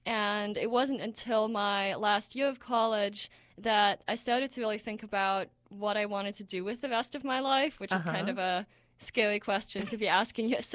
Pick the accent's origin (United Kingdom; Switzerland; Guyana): Switzerland; now in California, United States; growing up in Switzerland, I never really thought about it because I kind of took it for granted.